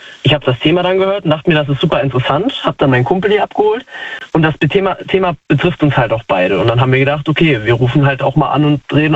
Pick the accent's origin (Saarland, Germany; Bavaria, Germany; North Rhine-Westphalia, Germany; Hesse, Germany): Saarland, Germany; Falscheid; Also ich komme aus Falscheid, aus dem Saarland.